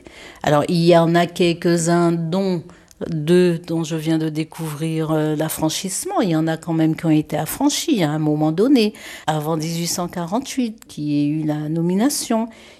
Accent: Guadeloupe, France; je viens de la Guadeloupe.

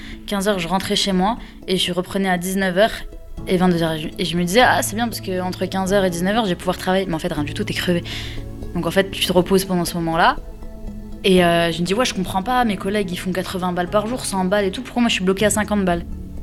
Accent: Metz, Grand Est, France; now in Créteil, France; J'ai grandi à Metz, donc je viens de la Lorraine, du 57, aujourd'hui j'habite à Créteil dans le 94.

